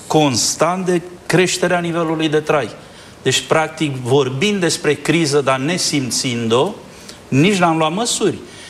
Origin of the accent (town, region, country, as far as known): Romania